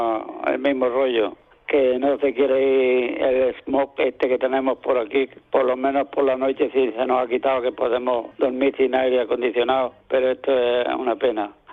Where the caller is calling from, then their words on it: Almuñécar, Andalusia, Spain; de Almuñécar, de la Peña del Aguacate